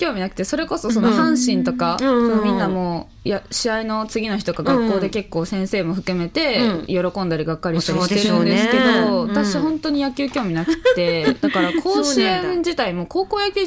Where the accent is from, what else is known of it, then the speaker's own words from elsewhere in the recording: Hyogo, Japan; の出身地でございます。